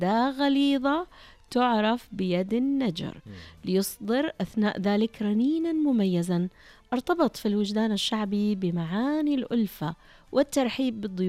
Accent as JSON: {"language": "Arabic", "town": "Mecca", "region": "Makkah Province", "country": "Saudi Arabia", "tie": "born there", "moved": "yes", "said": "مكة مسقط رأسي."}